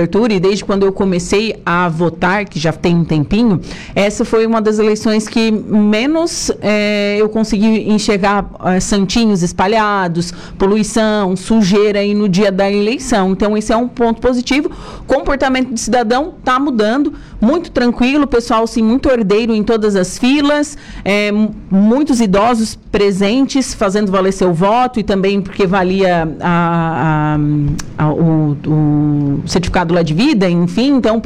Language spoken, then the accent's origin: Portuguese; Rio Grande do Sul, Brazil; also born or lived in Sombrio, Santa Catarina; eu sou do extremo sul de Santa Catarina. Eu sou do litoral norte do Rio Grande do Sul, fica muito próximo ali, no município de Passo de Torres, São João do Sul, Praia Grande. Então é a região que eu já conheço, morei 6 anos em Sombrio.